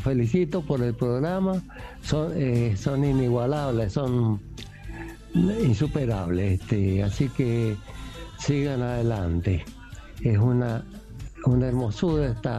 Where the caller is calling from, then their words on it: Guaymallén, Mendoza, Argentina; de Mendoza, de Guaymallén.